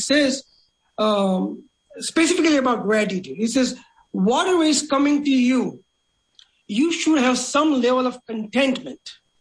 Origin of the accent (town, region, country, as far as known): India; born or raised there